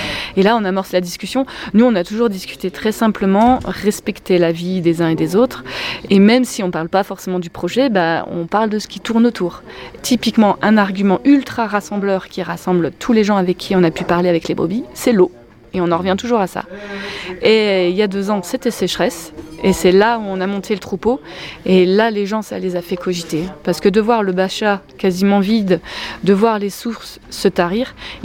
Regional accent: Auvergne-Rhône-Alpes, France

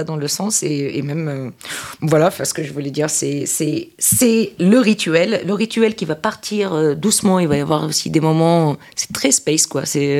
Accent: Tunisia; born or raised there; French is a second language

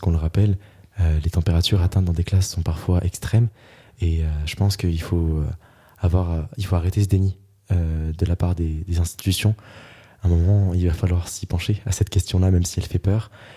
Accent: France; certes on est français, on est fiers de l'être

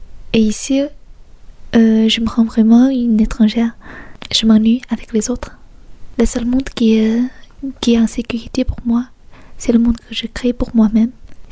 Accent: China; moved away as an adult; Je suis une étudiante chinoise qui vient ici pour faire mes études en littérature.

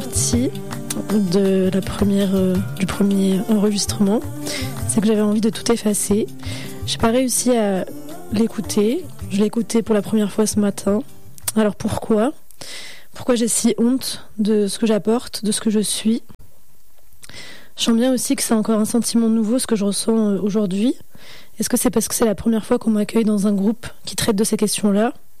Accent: France; born there; first language Moroccan Arabic (Darija) and Berber; French is a second language; Je suis née en France dans une famille marocaine, musulmane, famille traumatisée par la France et par ce que j'allais devenir. Le darija, c'est ma langue maternelle, le berbère aussi.

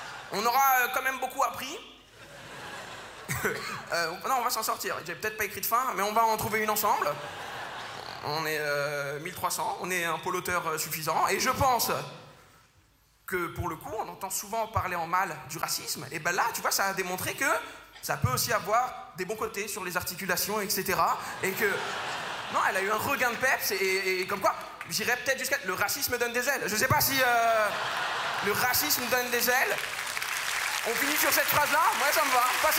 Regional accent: Saint-Denis, Île-de-France, France; Moi, j'ai été élevé à Saint-Denis, les gars. 93, valeur d'entraide, valeur de solidarité.

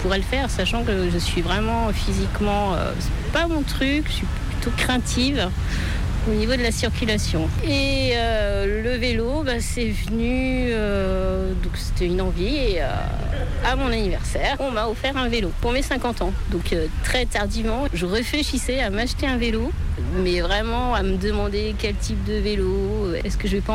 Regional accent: Villeurbanne, Auvergne-Rhône-Alpes, France; now in Vaulx-en-Velin, France; Alors j'habite Lyon, Villeurbanne. Enfin, toute mon enfance a été à Villeurbanne, mais sinon j'habite à Vau-en-Velin.

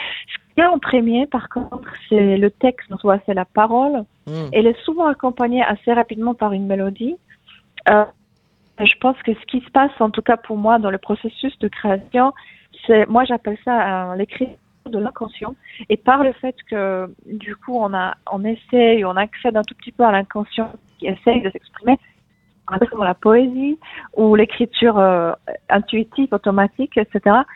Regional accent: Poland; first language Polish; French is a second language; si j'étais en Pologne et que je devais parler de tout ça en polonais, ça serait peut-être un poil plus difficile

